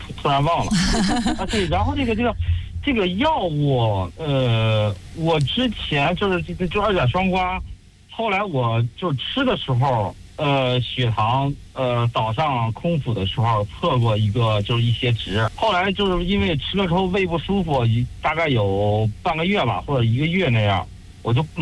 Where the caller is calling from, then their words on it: Shijiazhuang, Hebei, China; 我是石家庄的听众。